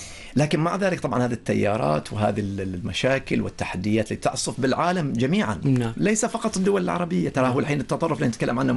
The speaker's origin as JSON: {"language": "Arabic", "country": "Oman", "said": "إحنا كعمانيين في هويتنا كأشخاص متسامحين، متقبلين الآخر، متقبلين للآراء."}